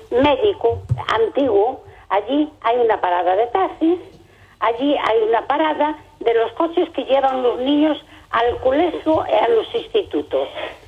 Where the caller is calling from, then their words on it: Barbadás, Galicia, Spain; soy una señora de Barbadanes que tiene dos familias viviendo ahí en Barbadanes.